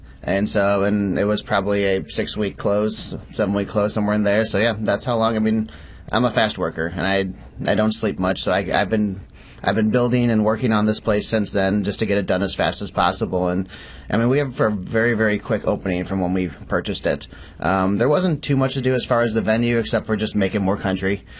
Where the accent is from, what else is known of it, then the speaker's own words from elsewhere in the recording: Oakville, Missouri, United States; now in Festus, United States; I was born and raised up in Oakville, St. Louis County, but my family was originally from Jefferson County. So I'm a seventh-generation Jefferson Countyan. Over there in Arnold, there's Vogel Road. That's where we landed in the early 1800s.